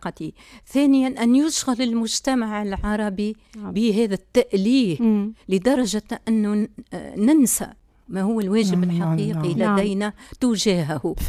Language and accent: Arabic; Tunisia; also born or lived in Palestine; أنا تونسية وسأبقى تونسية